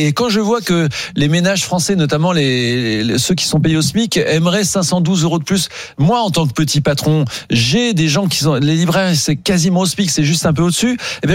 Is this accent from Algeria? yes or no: no; Grand Est, France; Alors, en plus, vous me connaissez, je suis Lorrain d'origine